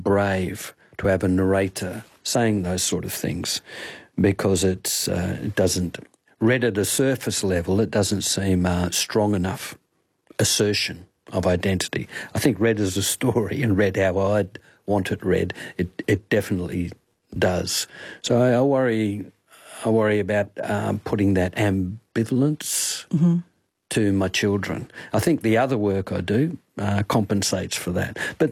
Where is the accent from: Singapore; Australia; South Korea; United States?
Australia; Albany, Western Australia; I had an elder at the time who's still around and living down in Albany, my hometown, ring me up